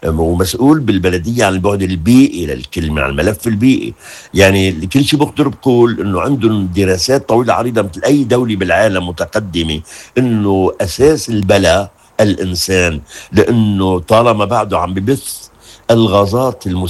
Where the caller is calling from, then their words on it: Lebanon; لبنان يعطي المثل والمثال مع أنه كمية صغيرة وعدد سكاننا صغير